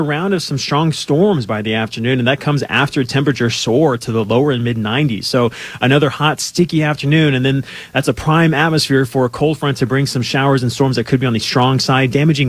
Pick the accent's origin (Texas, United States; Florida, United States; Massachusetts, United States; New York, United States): Texas, United States; as a Texan